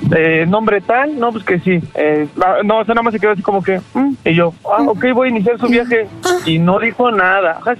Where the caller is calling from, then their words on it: Iztapalapa, Mexico City, Mexico; Aquí andamos de Iztapalapa.